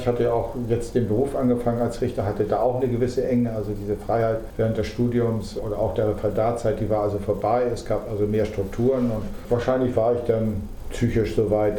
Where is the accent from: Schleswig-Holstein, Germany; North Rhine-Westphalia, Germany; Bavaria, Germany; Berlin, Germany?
Schleswig-Holstein, Germany; Lübeck; moved away as an adult; Ich komme ja aus Lübeck